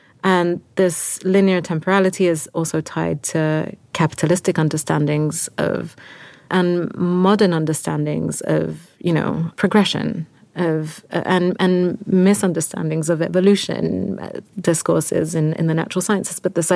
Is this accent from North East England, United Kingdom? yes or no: no; London, United Kingdom; I grew up in London in the 90s in South London at a time where there was a sort of myth of the multicultural London.